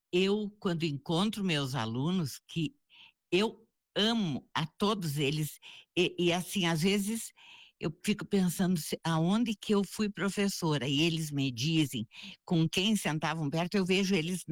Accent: Soledade, Rio Grande do Sul, Brazil; Nasci em Soledade. É? Dia 17 de dezembro de 1948.

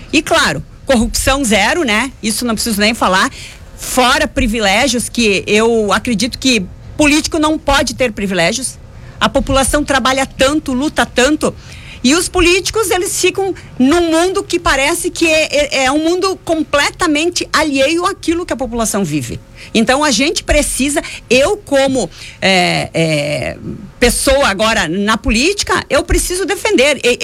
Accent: Alpestre, Rio Grande do Sul, Brazil; moved away as an adult; now in Farroupilha, Brazil; Eu sou de Alpestre, no norte do Rio Grande do Sul.

